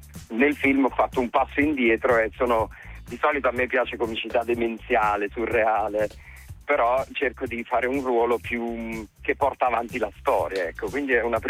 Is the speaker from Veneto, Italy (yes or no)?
no; Campania, Italy; io vengo dalla provincia di Caserta